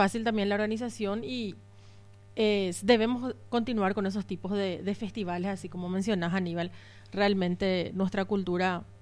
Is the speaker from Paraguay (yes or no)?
yes; Pedro Juan Caballero, Amambay, Paraguay; born or raised there